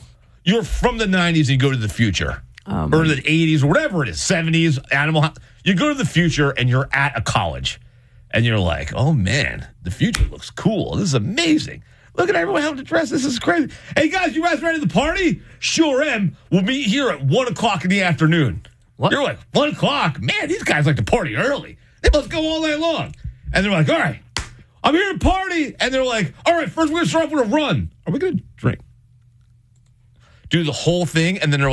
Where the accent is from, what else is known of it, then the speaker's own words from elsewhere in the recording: United States; We're American.